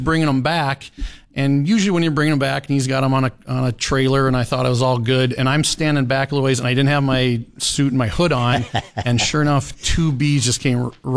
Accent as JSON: {"language": "English", "region": "Nebraska", "country": "United States", "tie": "born or raised there", "said": "Interestingly, I grew up in Nebraska"}